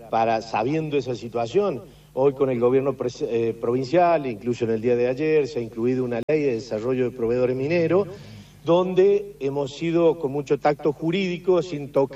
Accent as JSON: {"language": "Spanish", "region": "San Juan", "country": "Argentina", "said": "lo cual, el dueño de los recursos somos sanjuaninos."}